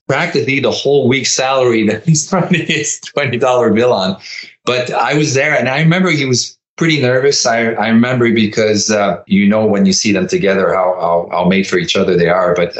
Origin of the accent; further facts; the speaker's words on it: Quebec City, Quebec, Canada; I was playing in Quebec for my hometown, being traded in Halifax